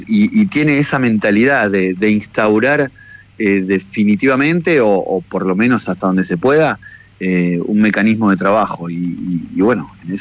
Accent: Mar del Plata, Buenos Aires Province, Argentina; yo soy de Mar del Plata

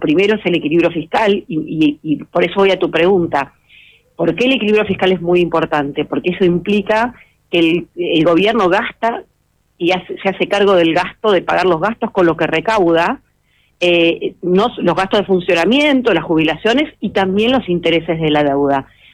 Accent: Argentina

